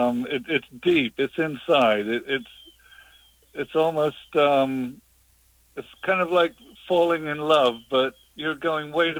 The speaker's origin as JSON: {"language": "English", "region": "England", "country": "United Kingdom", "lives_now": "Tallahassee, United States", "said": "Right. I'm English originally."}